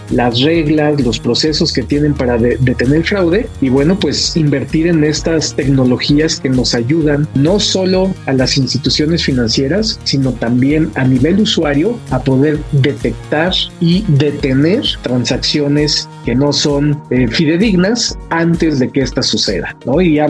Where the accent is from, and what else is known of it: Mexico